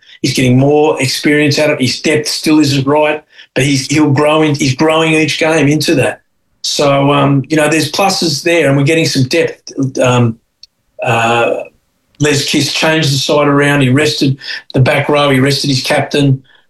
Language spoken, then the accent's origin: English; Australia; So as an Australian